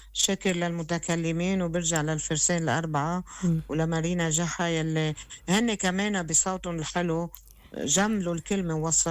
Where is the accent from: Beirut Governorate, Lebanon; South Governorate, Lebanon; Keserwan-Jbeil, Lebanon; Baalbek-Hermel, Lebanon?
Keserwan-Jbeil, Lebanon; Harajel